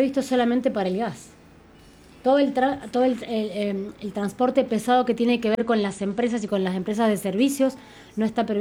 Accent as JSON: {"language": "Spanish", "town": "Alvear", "country": "Argentina", "said": "No hay día que no recuerde y no diga que soy de Alvear y soy orgullosa de Alvear."}